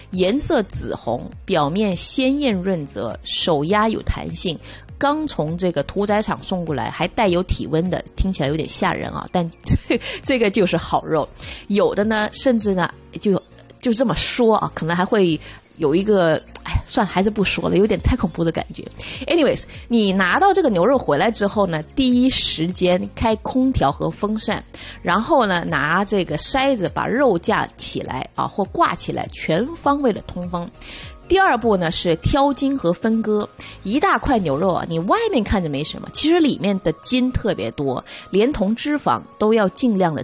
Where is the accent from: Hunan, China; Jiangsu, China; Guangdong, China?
Guangdong, China; born there; moved away; 跟小时候在广东那边吃的手打肉丸